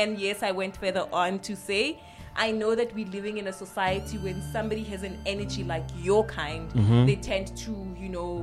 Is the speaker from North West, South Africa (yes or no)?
no; East Rand, Gauteng, South Africa; And I'm also from the East. I guess the East Rand